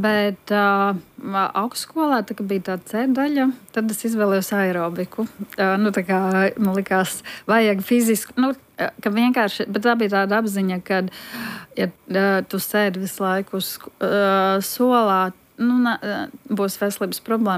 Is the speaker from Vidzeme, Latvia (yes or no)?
yes; Vidzeme, Latvia; also born or lived in Riga; Es piedzimu Rīgā, bet uzaugu Vidzemē